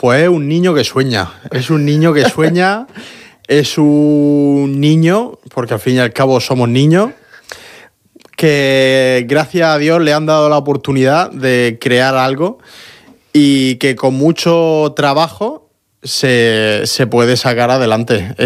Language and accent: Spanish; Region of Murcia, Spain; Yo soy murciano.